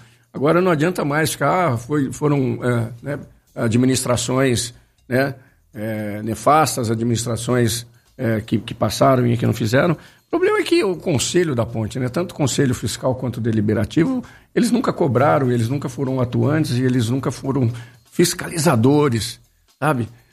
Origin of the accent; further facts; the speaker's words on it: Campinas, São Paulo, Brazil; Eu sou campineiro, eu vivo futebol de Campinas há mais de 50 anos, sabe?